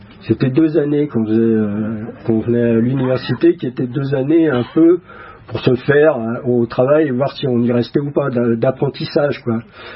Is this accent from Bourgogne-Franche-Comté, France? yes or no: no; Paris, Île-de-France, France; born there; je suis né à Paris